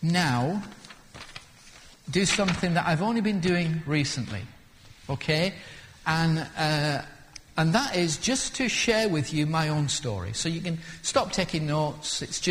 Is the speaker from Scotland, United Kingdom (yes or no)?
no; Lancaster, North West England, United Kingdom; I was born in 1946, and I grew up in Lancaster. And I grew up in the roughest part of Lancaster. It's called Skirton.